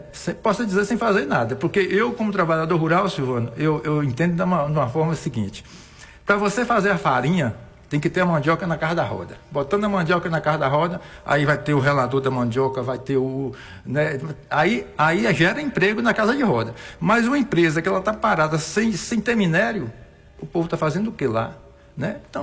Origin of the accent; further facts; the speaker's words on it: Brazil; do lugar onde eu nasci e criei no Colônia, moro no meu lugar